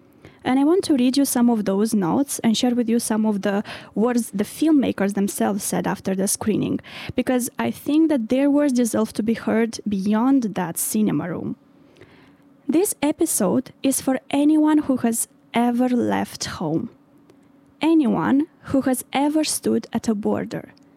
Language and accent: English; Moldova; I'm from the Republic of Moldova, a small country that was part of the Soviet Union, a country where my grandparents grew up believing that Lenin and Stalin were almost like family